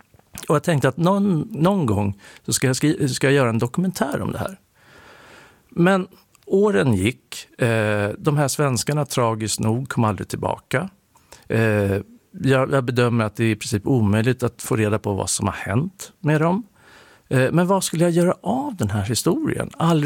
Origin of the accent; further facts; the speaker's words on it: Nyköping, Södermanland, Sweden; moved away; Jag är från Nyköping så jag har dammat av några gamla Nyköpingsuttryck till och med.